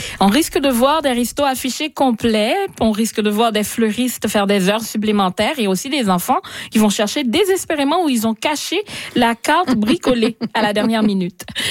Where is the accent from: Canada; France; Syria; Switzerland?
Canada